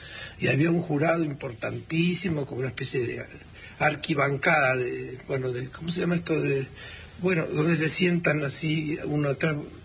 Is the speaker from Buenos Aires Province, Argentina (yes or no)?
no; Ingeniero Jacobacci, Río Negro, Argentina; born or raised there; also born or lived in Las Grutas